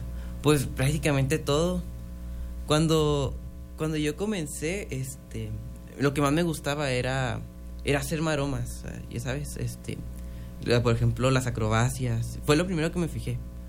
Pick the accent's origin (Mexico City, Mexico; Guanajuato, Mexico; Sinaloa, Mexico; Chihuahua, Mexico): Chihuahua, Mexico; Meoqui; Sí, criado en Mioqui